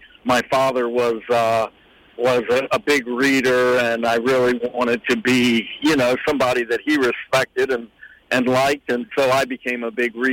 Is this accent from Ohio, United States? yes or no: no; Baltimore, Maryland, United States; I grew up in Baltimore in a creative family, you know, a very standard middle-class family with my father and my mother. I'm one of four children in that family. Dogs, you know, grew up in the suburbs of Baltimore.